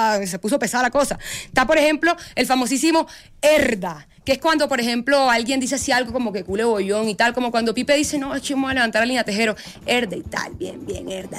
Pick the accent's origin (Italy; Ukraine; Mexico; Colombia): Colombia; Caribbean coast; now in Bogotá, Colombia; Porque eso es cuando uno llega aquí a Bogotá a vivir, no sé qué, ah, ¿tú eres costeña? Sí, soy costeña.